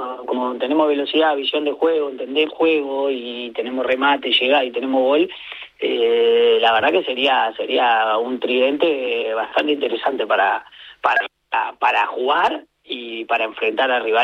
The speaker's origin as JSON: {"language": "Spanish", "country": "Uruguay", "said": "nosotros siendo uruguayos tenemos la obligación"}